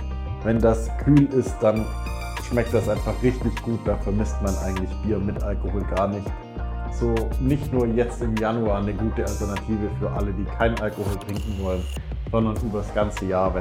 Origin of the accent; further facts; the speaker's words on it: Leutkirch, Baden-Württemberg, Germany; Und zwar aus meiner Heimat, aus Leutkirch, von der Brauerei Herle.